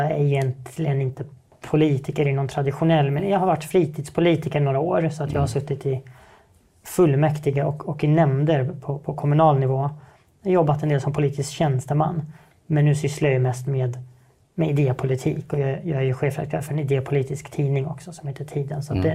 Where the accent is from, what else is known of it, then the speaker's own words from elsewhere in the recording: Norrköping, Östergötland, Sweden; also born or lived in Linköping; now in Stockholm, Sweden; jag är född i Stockholm, i Järvaområdet, flyttade ganska snabbt till Östergötland och därmed uppvuxen i Norrköping och Linköping. Men sedan 2012 så bor jag i Stockholm.